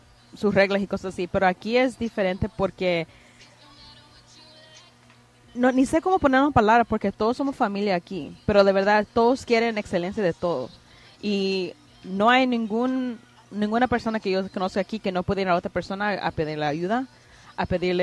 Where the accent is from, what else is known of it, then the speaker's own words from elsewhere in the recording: El Salvador; saber que hay una mujer en los deportes, también salvadoreña, que está orgullosa